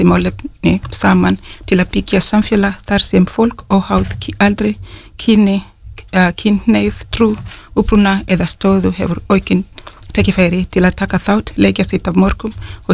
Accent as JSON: {"language": "Icelandic", "country": "Kenya", "moved": "yes", "lives_now": "Iceland"}